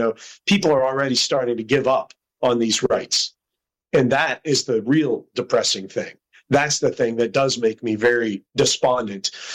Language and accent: English; Morgantown, West Virginia, United States; born there; Well, I was born in Morgantown, and my mom's from Greenbrier County, more far southern, Nicholas Greenbrier areas. My dad's from up in Altoona, PA, railroad country. And they met up around Morgantown, so that's where I came into the picture.